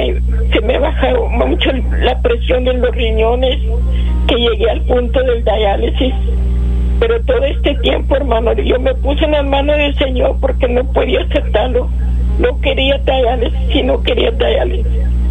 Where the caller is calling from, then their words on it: Hargill, Texas, United States; de aquí de Harkill